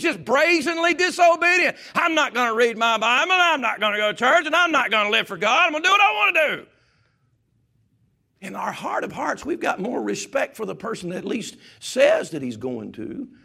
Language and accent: English; Southern United States, United States; I'm a Southerner, born and bred.